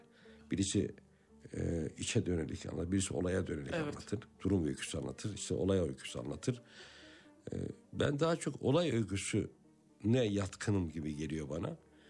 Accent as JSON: {"language": "Turkish", "region": "Black Sea Region", "country": "Turkey", "tie": "born there"}